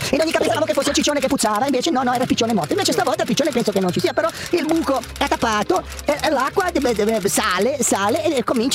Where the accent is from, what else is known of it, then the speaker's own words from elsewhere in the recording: Genoa, Liguria, Italy; now in Province of Milan, Italy; Io sono di Genova, ma vivo in provincia di Milano. Perché lei spiego? Sono sempre stata a Genova, sono genovese.